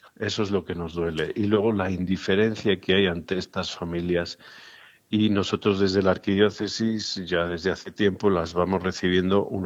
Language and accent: Spanish; Mexico; todos somos mexicanos